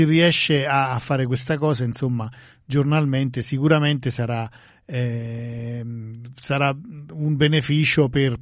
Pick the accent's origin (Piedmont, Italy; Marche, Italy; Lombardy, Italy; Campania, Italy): Campania, Italy; San Giorgio La Molara; born there; moved away; al mio paese, a San Giorgio la Molara